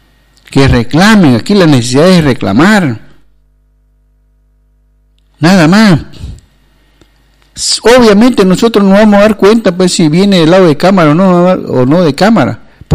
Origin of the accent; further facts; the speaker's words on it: Bolivia; Si somos todos bolivianos.